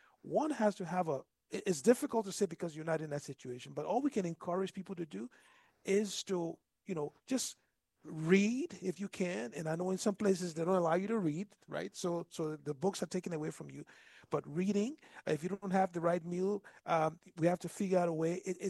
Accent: Liberia; moved away; I grew up in Liberia and West Africa. We had the Civil War in Liberia.

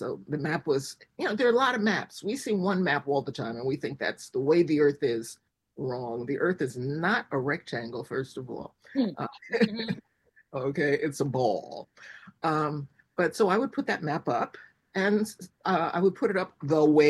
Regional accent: New Jersey, United States; I'm from Jersey.

